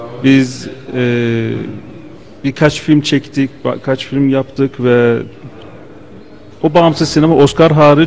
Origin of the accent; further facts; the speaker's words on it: Tabriz, East Azerbaijan, Iran; Ben Tebriz şehrinde büyüdüm.